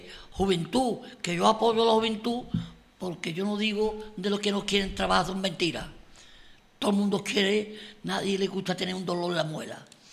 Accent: Andalusia, Spain; me salgo un poquito, porque yo soy andaluz. Claro. Y español.

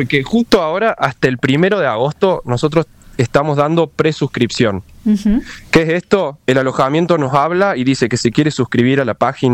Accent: Santa Rosa de Calamuchita, Córdoba, Argentina; nosotros somos de Santa Rosa, tenemos cabañas acá

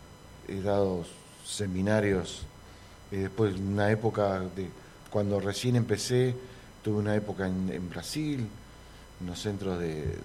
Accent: Villa El Chocón, Neuquén, Argentina; also born or lived in Mendoza; yo soy uno de los tantos que llegaron en el año 69 al Chocón. Mira, padre vino a trabajar a la Villa del Chocón cuando no había nada. Llorábamos porque veníamos de Mendoza, de un lugar verde

